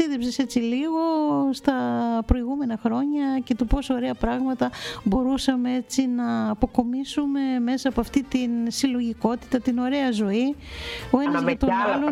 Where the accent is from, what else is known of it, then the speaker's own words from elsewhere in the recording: Pandrosos, Central Macedonia, Greece; εμείς που είμαστε από την Πάνδροσο, μιλάμε για τον Καρνουβούνι, ο οποίος έχει υποστεί πάρα πολλές ζημιές.